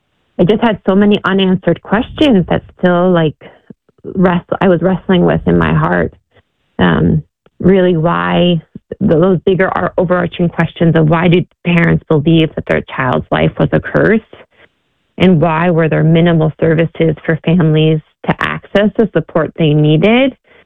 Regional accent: United States; as an American coming

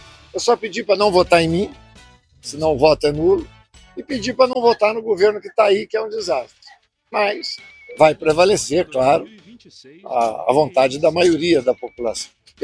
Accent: Brazil; como brasileiro eu estou cumprindo o meu dever.

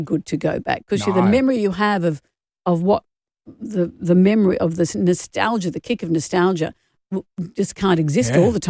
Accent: Sydney, New South Wales, Australia; born there; also born or lived in Brisbane / Perth; I was born in Brisbane and we left there when I was about six or seven and we moved to Perth for a few years and then really settled in Sydney.

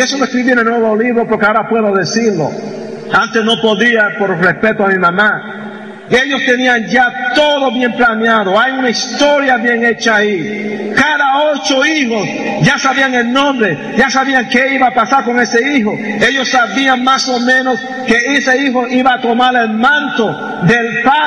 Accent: New York, United States; also born or lived in Puerto Rico; Nací en Puerto Rico y fui criado en Nueva York.

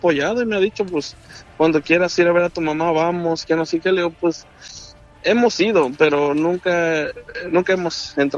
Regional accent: Puebla, Mexico; moved away as an adult; now in United States; yo me salí de mi pueblo. Yo estudié hasta el bachillerato y luego me salí de mi pueblo, fui a estudiar a la universidad a Puebla.

